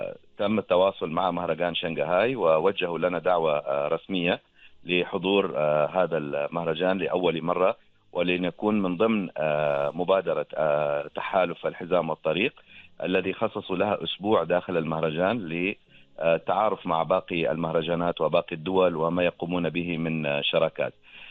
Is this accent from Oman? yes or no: yes; Oman; هذه عمان، هذه كل هذه الاشياء موجوده، يعني انتم فقط ما صحراء فقط؟ قلنا لا، احنا ما صحراء فقط، عندنا الجبال الحجريه في الشمال متنوعه، ايضا سلاسل جبليه عندنا في الجنوب، الغابات والجبال الطينيه والامطار، عندنا البحار متنوعه جدا